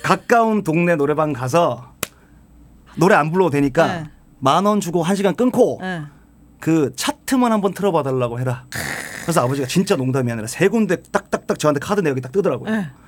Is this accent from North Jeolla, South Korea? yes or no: no; Daegu, South Korea; now in Seoul, South Korea; 제가 대구 사람이거든요